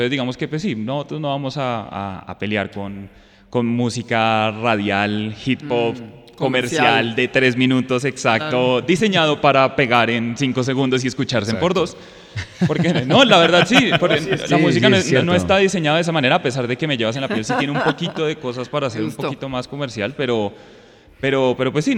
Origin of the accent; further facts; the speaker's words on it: Neiva, Huila, Colombia; born there; now in Bogotá, Colombia; yo con mis influencias naciendo en Neiva, Huila, y después viniendo a Bogotá